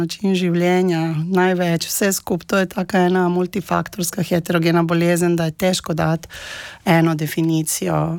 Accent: Belgrade, Serbia; now in Maribor, Slovenia; jaz prihajam iz Beograda, iz Srbije

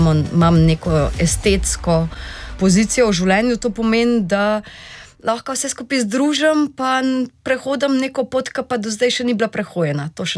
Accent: Central Sava, Slovenia; Odraščala sem v rudarski koloniji

